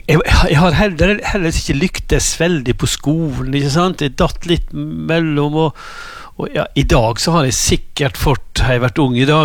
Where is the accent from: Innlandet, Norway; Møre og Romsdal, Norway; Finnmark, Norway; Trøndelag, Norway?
Møre og Romsdal, Norway; Ålesund; Mitt liv, det startet på en øy utenfor Ålesund som heter Store Kalvøya. Der ble jeg født. Jeg ble født på Ålesund sykehus, men jeg håper jeg ble født i full storm utenfor Ålesund.